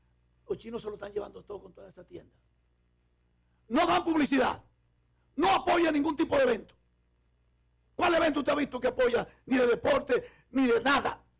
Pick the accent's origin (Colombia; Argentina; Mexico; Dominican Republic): Dominican Republic; Yo soy dominicano, carajo, igual que tú.